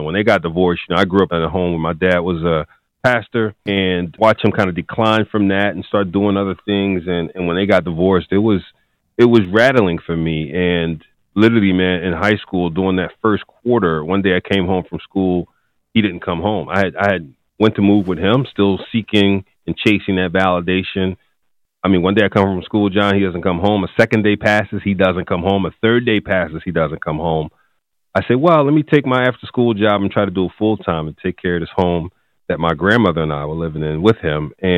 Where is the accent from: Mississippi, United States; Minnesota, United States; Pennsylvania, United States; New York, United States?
Pennsylvania, United States; Philadelphia; Well, you know, North Philly was tough back then.